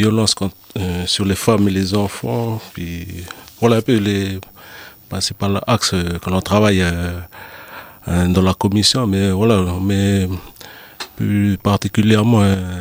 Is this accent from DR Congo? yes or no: no; Waré, North Province, New Caledonia; je suis originaire de Waré, à Yengen, et puis je suis sénateur coutumier du pays Haute-Mawap.